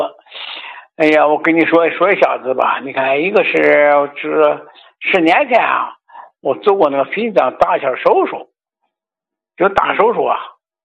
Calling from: Shijiazhuang, Hebei, China; 我是石家庄桥西区的。

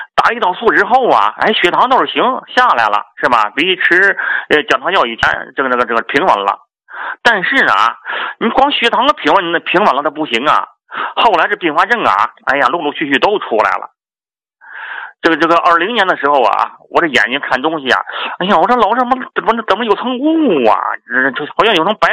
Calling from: Jinghai, Tianjin, China; 我天津静海的。

